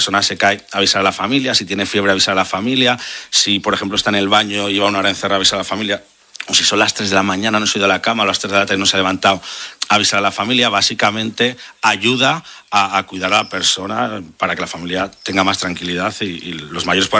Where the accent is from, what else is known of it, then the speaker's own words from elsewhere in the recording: Zaragoza, Aragon, Spain; now in Sitges, Spain; En Siches, somos de Zaragoza, pero vivimos ahí.